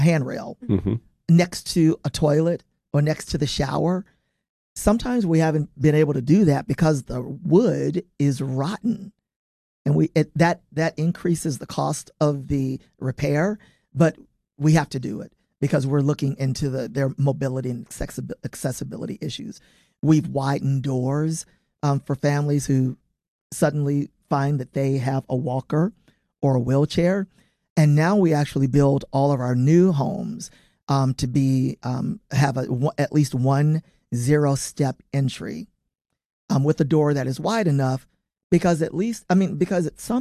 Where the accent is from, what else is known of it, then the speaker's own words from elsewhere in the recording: Somerville, Tennessee, United States; You know, I grew up out in Somerville in the neighboring county, Fayette County, in an old dilapidated house with no central air and heat.